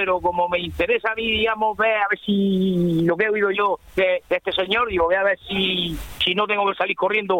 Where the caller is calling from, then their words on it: Sangonera la Seca, Region of Murcia, Spain; Llamo de Sangonera la Seca, Murcia.